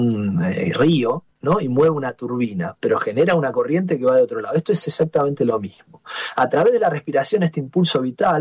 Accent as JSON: {"language": "Spanish", "town": "Rosario", "region": "Santa Fe", "country": "Argentina", "tie": "born or raised there", "said": "en Rosario, en mi ciudad natal"}